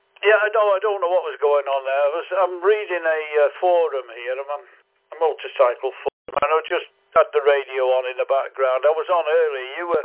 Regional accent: Manchester, North West England, United Kingdom; moved away as an adult; now in Overton-on-Dee, United Kingdom; I live very close to Eccles where I was. I was born and bred in Stretford, Manchester, mainly just down the road, and that's I went about 5 minutes down the road from Old Trafford

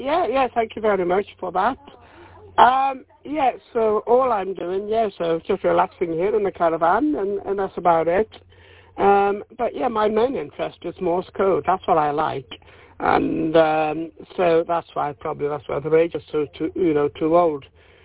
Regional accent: Barmouth, Wales, United Kingdom; born or raised there; now in Malvern, United Kingdom

